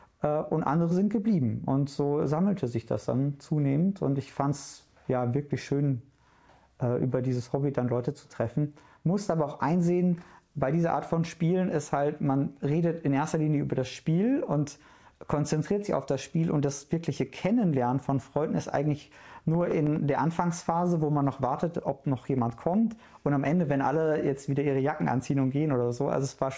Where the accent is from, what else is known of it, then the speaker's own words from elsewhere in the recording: Duisburg, North Rhine-Westphalia, Germany; also born or lived in Essen; Ich bin geboren in Essen, aber ich sage immer, ich komme aus Duisburg, weil ich meine ganze Schulzeit da verbracht habe. Die Blitzvariante wäre, ich bin in Essen geboren, in Duisburg aufgewachsen